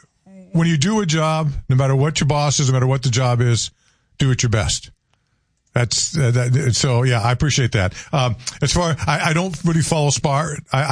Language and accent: English; United States; nothing personal against any, but I'm an American.